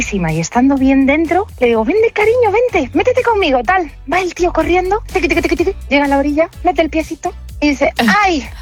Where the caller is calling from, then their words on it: Galicia, Spain; yo soy gallega, no me meto en el Mediterráneo